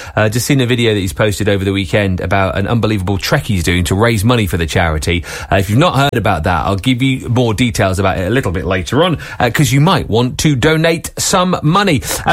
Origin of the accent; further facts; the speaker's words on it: Devon, South West England, United Kingdom; I'm from Devon, and Exeter is my team.